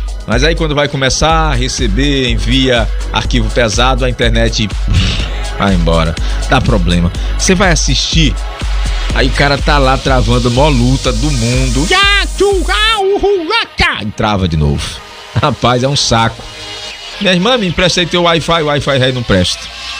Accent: Timbiras, Maranhão, Brazil; Eu sou de Timbiras, tu é doido, eu quero o meu também.

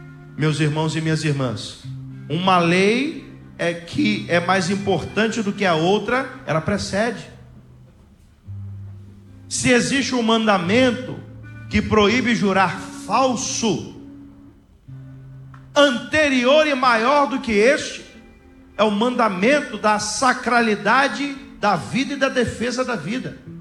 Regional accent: Rio de Janeiro, Brazil; moved away; Eu sou do Rio, mas eu sou do interior do Rio. E olha que lá na minha terra muita gente bate pemba.

